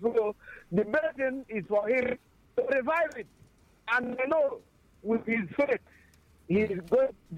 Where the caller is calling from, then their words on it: Ebonyi, Nigeria; We came from Ebony.